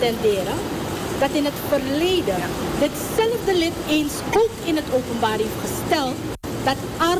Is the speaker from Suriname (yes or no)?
yes; Suriname